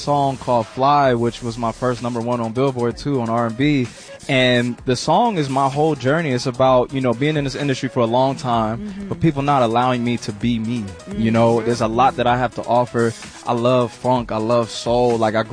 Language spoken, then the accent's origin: English; New Jersey, United States; I'm from New Jersey.